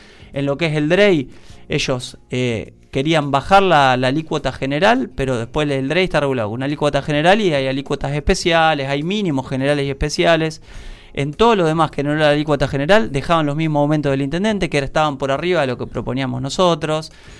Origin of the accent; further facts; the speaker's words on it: Santa Fe, Argentina; como argentinos, como santafesinos y como villenses